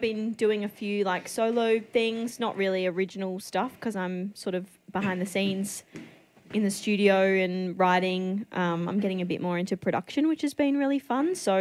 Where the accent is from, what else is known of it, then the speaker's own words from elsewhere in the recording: Kadina, South Australia, Australia; I grew up in Kadena on the York Peninsula, and then went to boarding school and then went to uni.